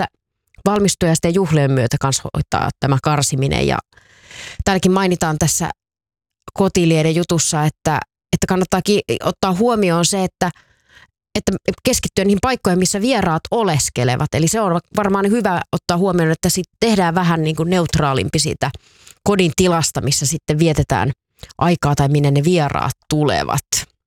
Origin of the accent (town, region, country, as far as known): Tampere, Pirkanmaa, Finland; born or raised there